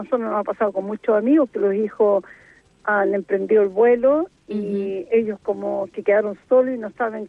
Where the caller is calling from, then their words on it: Santiago, Santiago Metropolitan Region, Chile; De Santiago.